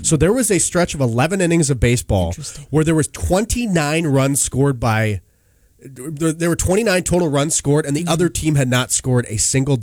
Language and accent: English; Beaver Dam, Wisconsin, United States; growing up in Beaver Dam